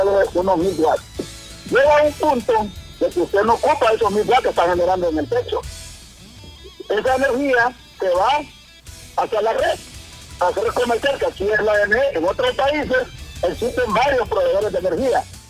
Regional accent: Honduras; born there; moved away as an adult; also born or lived in Costa Rica; estuve 8 años en Costa Rica y después de la pandemia estoy aquí en Honduras. Yo soy hondureño, nací en Honduras.

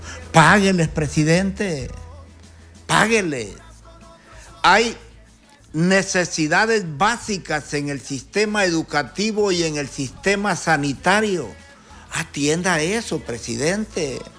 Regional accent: Honduras; a nosotros como hondureños también.

